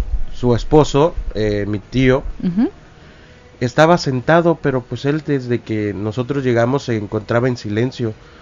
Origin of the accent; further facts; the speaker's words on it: Chetumal, Quintana Roo, Mexico; Bueno, yo soy aquí de Quintana Roo, de Chetumal, para ser exactos. Y pues mi mamá es de Nicolás Bravo.